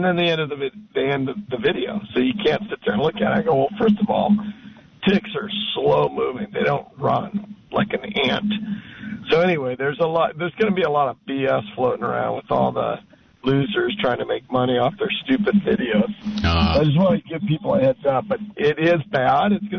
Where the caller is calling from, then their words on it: Santa Maria, California, United States; I'm calling from Santa Maria.